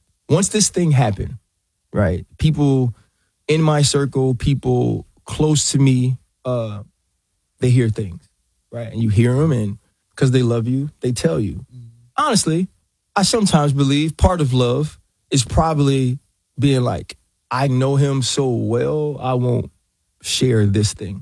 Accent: Louisiana, United States; I grew up on the West Bank

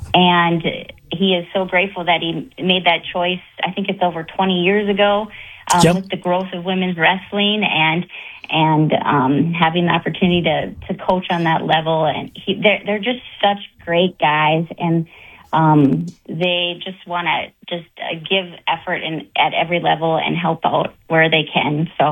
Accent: Linton, North Dakota, United States; Well, I grew up in Linton.

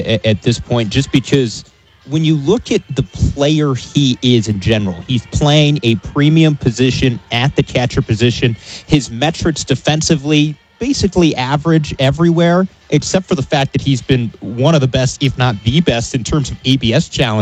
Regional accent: Colorado, United States; growing up in Colorado, certainly used to rapid change in weather. And this was one of the more impressive showings that even I've seen in my lifetime living here

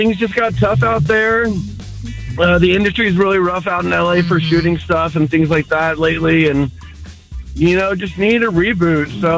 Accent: Houston, Texas, United States; moved away as an adult; also born or lived in Los Angeles; I grew up in Houston. Went to Baylor for college. Graduated in 08. Big dreams of working in the TV film industry. I was out in L.A. for, 13, 14 years, and I just moved back about 4 or 5 months

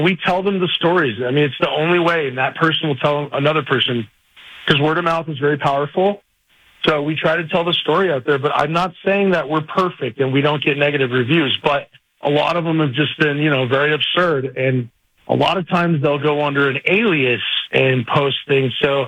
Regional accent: New York, United States; moved away; We're from New York

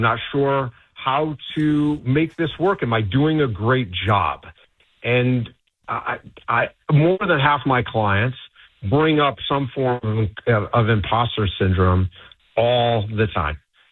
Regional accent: Michigan, United States; I grew up in Michigan, so it was cold.

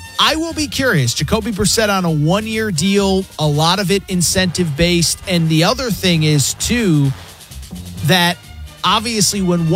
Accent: Northeast, United States; I think it was because of where I grew up when I grew up, but, you know, growing up in the Northeast, I'm not a Yankees fan

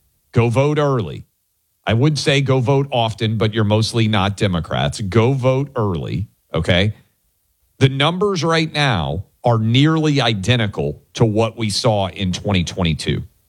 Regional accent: Tennessee, United States

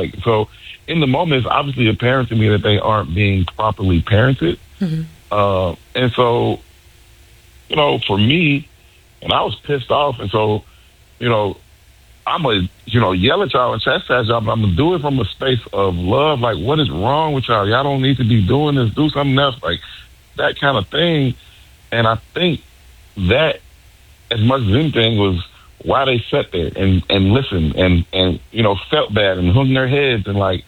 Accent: Chicago, Illinois, United States; born or raised there

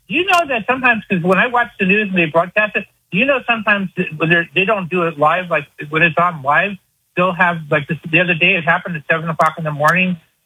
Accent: New Jersey, United States; Yeah, I'm from New Jersey, North New Jersey, yep.

